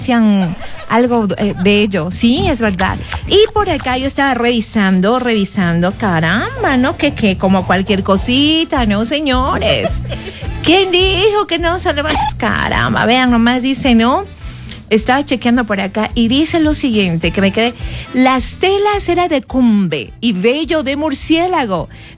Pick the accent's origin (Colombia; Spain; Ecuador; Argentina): Ecuador; Recuerden que somos ecuatorianos y no somos muy altos los ecuatorianos.